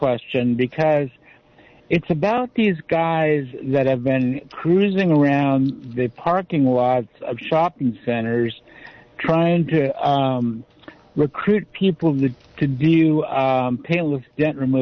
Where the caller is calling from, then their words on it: Santa Cruz, California, United States; Hey, kids … in Santa Cruz